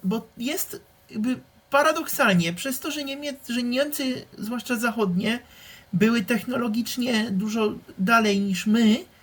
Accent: Czechia; u nas w Czechach

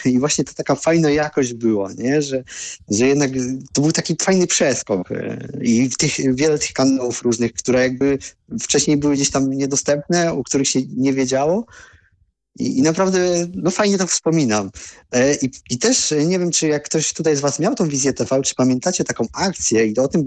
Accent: Lubusz Voivodeship, Poland; Jak ja jestem z okolic Zielonej Góry

